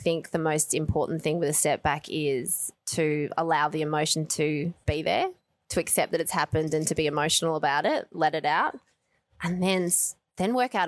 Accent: Australia; I come from Australia where we're very big on making sure that in each event we support females and males.

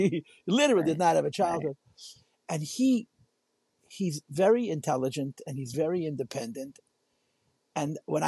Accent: New York City, New York, United States; I grew up in Crown Heights. I grew up at the Rebbe's feet. I was very, very fortunate. I was born in 1965.

